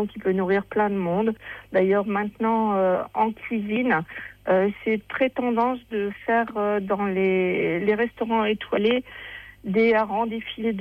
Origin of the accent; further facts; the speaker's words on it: Seclin, Hauts-de-France, France; born there; Je suis une vraie nordiste, née dans le nord, à Seclin, près de Lille, et très fière d'être nordiste.